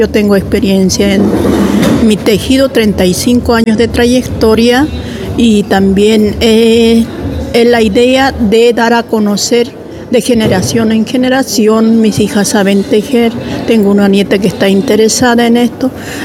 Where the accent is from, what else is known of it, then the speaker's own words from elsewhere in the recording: Colchane, Tarapacá, Chile; Soy del norte, de la comuna Colchane, provincia Tarapacá